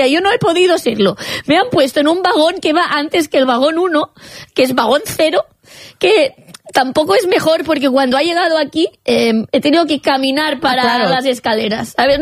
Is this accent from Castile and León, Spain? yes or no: no; Catalonia, Spain